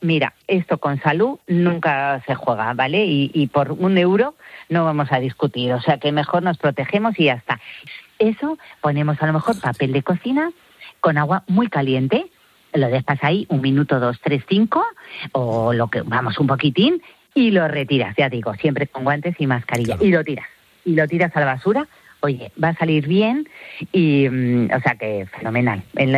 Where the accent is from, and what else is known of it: Spain